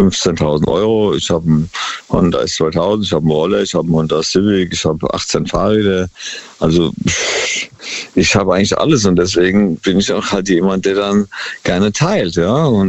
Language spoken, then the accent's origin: German; Crete, Greece; Und dann am 5. von Athen übersieht nach auf Kreta, meine Heimat eigentlich, Paide Castro.